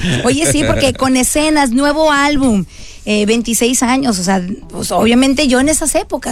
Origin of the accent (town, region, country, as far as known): Mexico